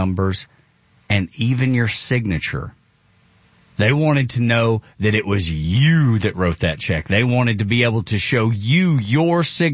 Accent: the South, United States; Maybe it's because I'm a Southerner, you know, born and raised in the South. And, you know, we've always had in the South a deep distrust of government

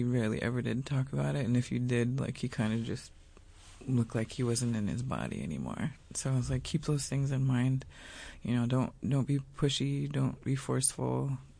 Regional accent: Metlakatla, Alaska, United States; born or raised there

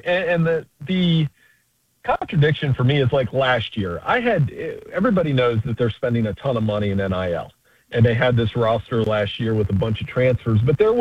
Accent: Ohio, United States; I grew up in Central Ohio. When you grew up in Central Ohio, you learned how to play baseball like Pete Rose.

